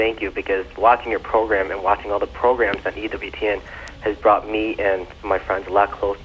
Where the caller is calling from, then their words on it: Evergreen Park, Illinois, United States; I'm calling from Evergreen Park.